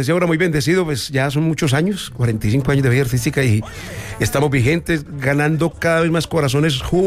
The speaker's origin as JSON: {"language": "Spanish", "town": "Villahermosa", "region": "Tabasco", "country": "Mexico", "tie": "born or raised there", "moved": "yes", "said": "Hasta hace 6 años que salí de allá de Villahermosa."}